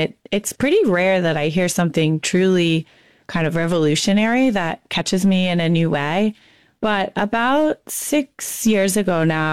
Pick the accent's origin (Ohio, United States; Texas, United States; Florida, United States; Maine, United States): Maine, United States; So I grew up in Maine with two parents who were bird watchers. And we spent a lot of time traveling around the state of Maine